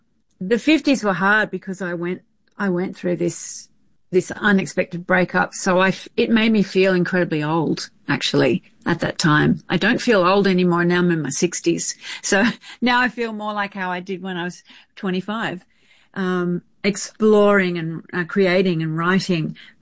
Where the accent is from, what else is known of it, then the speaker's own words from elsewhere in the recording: Australia; moved away as an adult; also born or lived in Sydney; now in New York, United States; I moved to New York, which was crazy because I'm an Aussie.